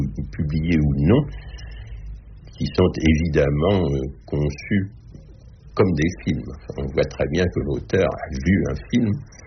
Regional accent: Le Havre, Normandy, France; Et tant enfant, même des personnages sont plus ou moins ressemblants à des personnages que j'ai connus dans mon enfance au Havre.

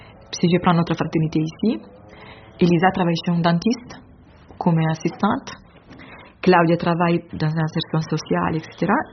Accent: Italy; French is a second language; moved away

